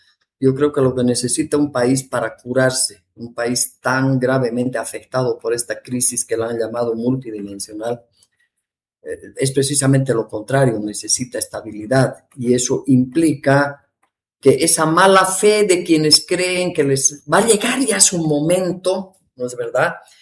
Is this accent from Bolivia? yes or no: yes; Bolivia